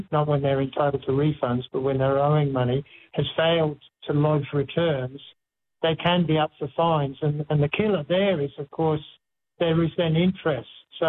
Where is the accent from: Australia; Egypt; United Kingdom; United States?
Australia; as Australian citizens and therefore as taxpayers